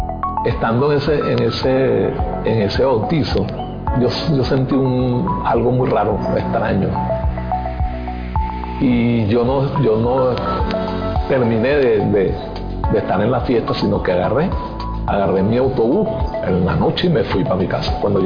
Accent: Venezuela

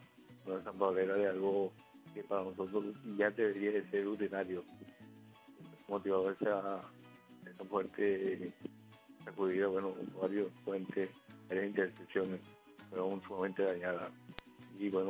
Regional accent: Venezuela; nuestra preponderancia como venezolano

